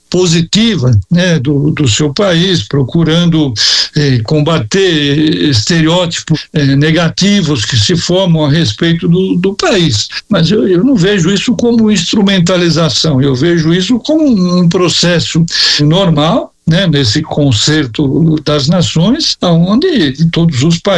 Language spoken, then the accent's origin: Portuguese; Brazil; Nenhum país do mundo que eu viajei a trabalho e que eu me apresentei, né, como brasileiro, em todos os lugares eu sempre fui muito bem recebido.